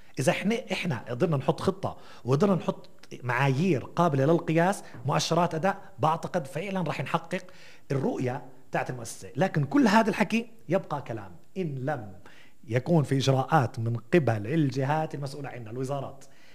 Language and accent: Arabic; Palestine